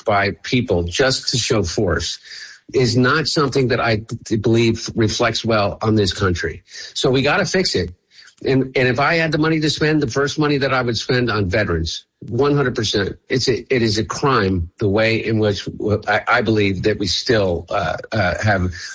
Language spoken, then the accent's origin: English; United States; Look, I'm an American.